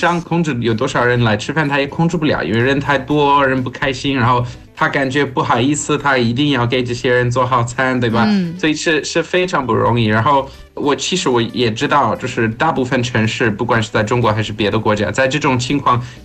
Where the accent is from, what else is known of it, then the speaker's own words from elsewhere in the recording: Portugal; Chinese is a second language; 这个烤鸡店对我们葡萄牙人，有我父亲来自葡萄牙，我们就觉得很普通